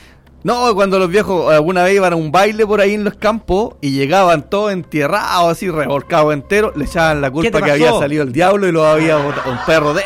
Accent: Chile; ¿Será que somos mentirosos los chilenos?

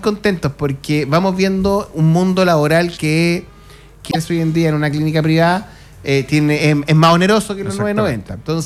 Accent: Chile; nosotros, como los chilenos

